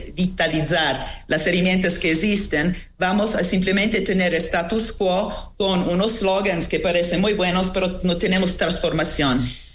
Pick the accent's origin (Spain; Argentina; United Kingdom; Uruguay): United Kingdom; England; Spanish is a second language; También en mi país, en Inglaterra, donde yo vivo